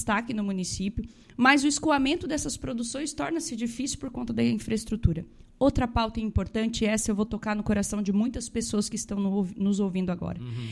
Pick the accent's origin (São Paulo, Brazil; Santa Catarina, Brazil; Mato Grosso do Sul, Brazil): Santa Catarina, Brazil; Araranguá; also born or lived in Balneário Arroio do Silva; Além de eu ser araranguaense, e eu vou brincar aqui com o pessoal, eu sou nativa da nossa região, vivia no Arroio na infância, né? Transito aqui, conheço as pessoas, sou de Araranguá, transito em toda a região